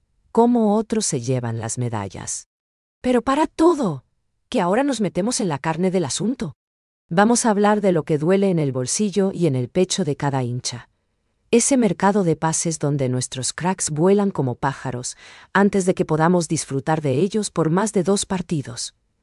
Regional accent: Paraguay

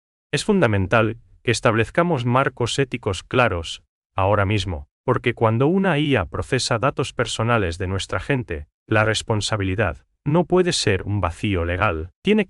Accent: Paraguay; la calidez que nos caracteriza como paraguayos

